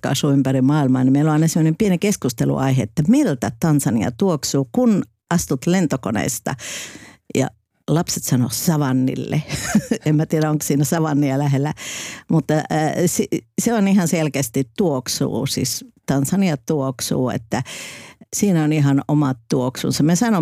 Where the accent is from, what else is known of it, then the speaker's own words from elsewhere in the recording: Oulu, North Ostrobothnia, Finland; moved away as an adult; also born or lived in Tanzania; kun mä tulen itse Pohjois-Suomesta, siellä semmoista liikemiesperheestä